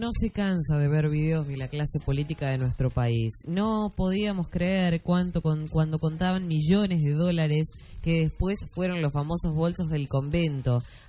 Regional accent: Argentina; nos gusta a los argentinos

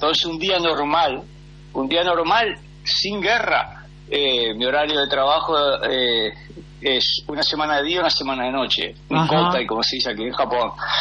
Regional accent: Argentina; now in Japan

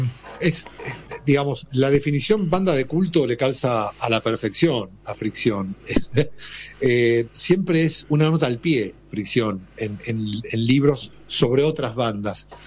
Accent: Rosario, Santa Fe, Argentina; las veces que iban a tocar a Rosario, yo soy de Rosario, vivo allá, vivo aquí, digo

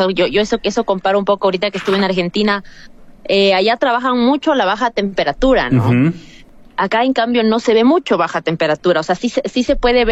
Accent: Quito, Pichincha, Ecuador; born there; lo que es de acá de Quito, o sea, lo que me representa como persona que nació aquí.

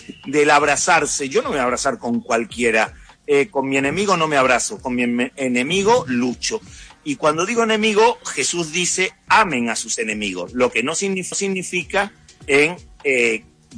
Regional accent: Marbella, Andalusia, Spain; lo agarren en Marbella, mi tierra, por otro lado, donde van los jeques árabes

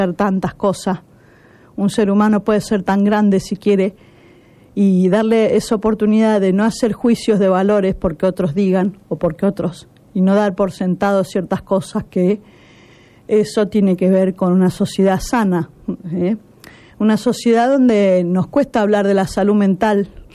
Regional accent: Santa Fe, Argentina; como argentinos y como santafesinos

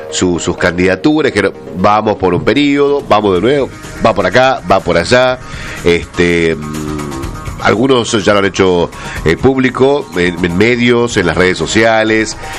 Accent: Argentina; pero soy argentino.

